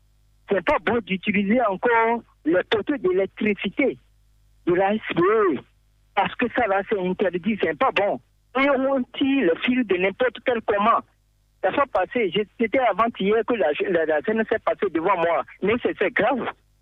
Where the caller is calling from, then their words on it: Benin; nous, le peuple béninois